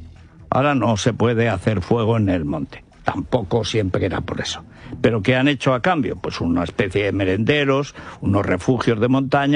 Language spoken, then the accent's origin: Spanish; Aragon, Spain; moved away; mi pueblo, a Gonchales, a Albarracín